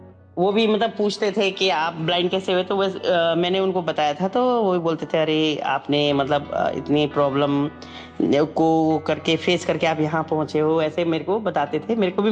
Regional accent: Uttarakhand, India; मैंने कहा नहीं मैं उत्तराखंड से हूँ

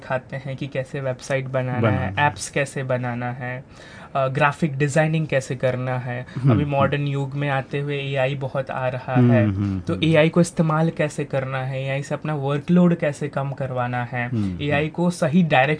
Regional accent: Gorakhpur, Uttar Pradesh, India; मेरा गांव यूपी में गोरखपुर में है, तो प्रॉपर गांव है, वहाँ पे तो मुश्किल से इंटरनेट भी आता है.

